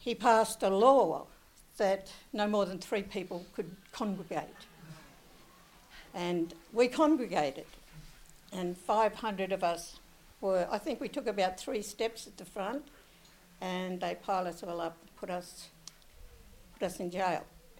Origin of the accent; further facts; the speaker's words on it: New South Wales, Australia; I'm not an Australian. I've been Bigamore Gomeroi for 100,000 years